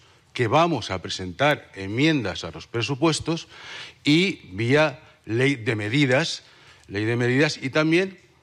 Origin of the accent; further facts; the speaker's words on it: Valencian Community, Spain; De hecho, somos los valencianos.